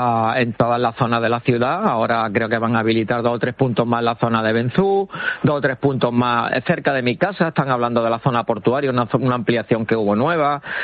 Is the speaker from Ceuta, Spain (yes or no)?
yes; Ceuta, Spain; Como ciudadano ceutí, como ciudadano español